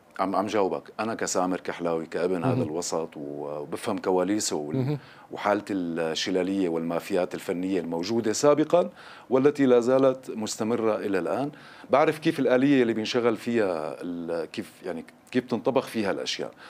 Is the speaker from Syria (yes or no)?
yes; Syria; لنظام يعني لنظام بيشبهنا نحن كسوريين، قدمنا كل هاي التضحيات لحتى نحن نرتقي ببلدنا لمكان بيشبهنا ومكان جميل.